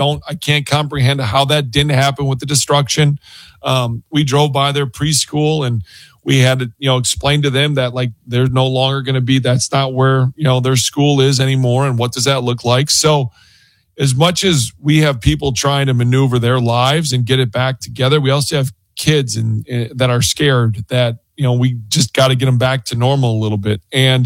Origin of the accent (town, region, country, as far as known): Wisconsin, United States